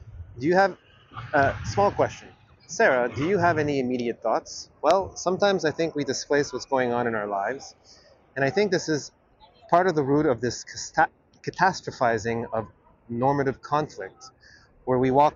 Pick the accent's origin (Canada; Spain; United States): Canada; No, I just like the reference to Stephen Harper. I'm Canadian.